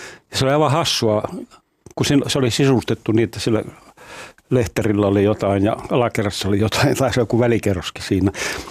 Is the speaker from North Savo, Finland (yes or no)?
no; Lapland, Finland; Että kun ennen tehtiin esimerkiksi Kemijokivarteen, mistä mä kotoisin, niin tehtiin kappeleita joka puolella.